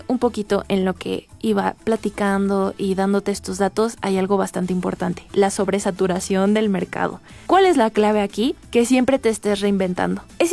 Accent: Tulancingo, Hidalgo, Mexico; Con las oportunidades que se encontraban en donde yo soy, que yo soy de Tulancingo.

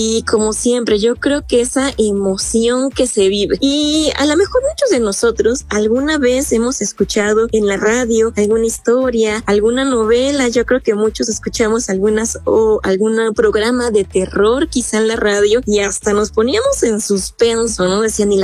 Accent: Mexico; Entonces yo creo que todos estos elementos conforman nuestra identidad como mexicanos, sentimos nuestro orgullo de serlo

